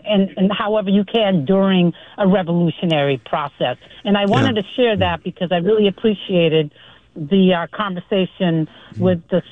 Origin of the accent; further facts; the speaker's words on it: United States; born there; So I'm American-born, and my parents are from Cabo Verde, West Africa.